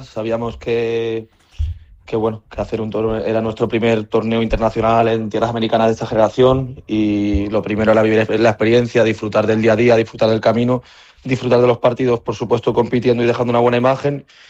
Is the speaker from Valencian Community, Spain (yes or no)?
no; Mallorca, Balearic Islands, Spain; moved away as an adult; also born or lived in Budapest, Hungary / New York, United States; now in Seville, Spain; Sí, yo soy nacido en Mallorca, me he criado allí, sí.